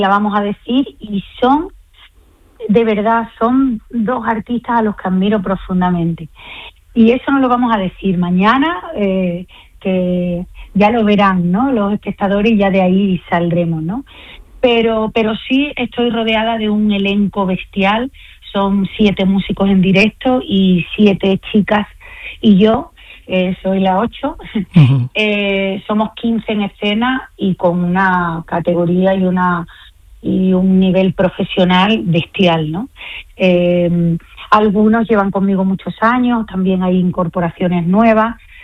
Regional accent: Andalusia, Spain; somos todos andaluces

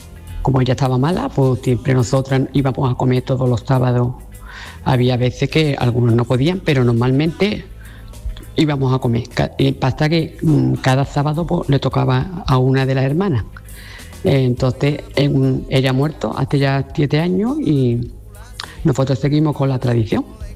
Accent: Ronda, Andalusia, Spain

